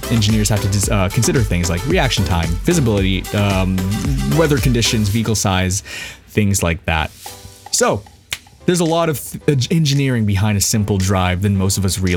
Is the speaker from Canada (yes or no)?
yes; Canada; because obviously I'm from Canada